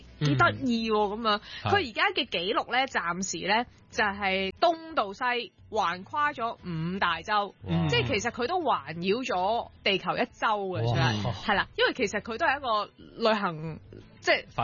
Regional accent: Hong Kong

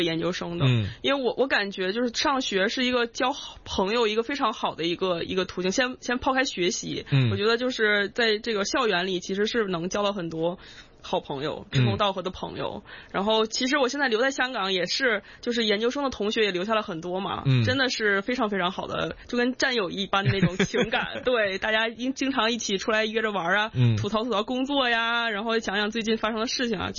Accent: China; now in Canada; 就比较符合我们中国人的口味。

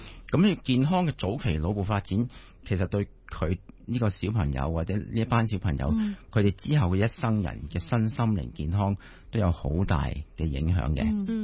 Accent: China; 其實證明咗我哋中國人個至理名言咧，就係三歲定八十。

